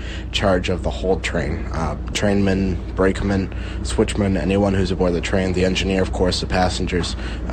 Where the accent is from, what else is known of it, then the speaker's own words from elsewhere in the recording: Turner, Maine, United States; I'm from Turner, Maine, and I'm 15 years old.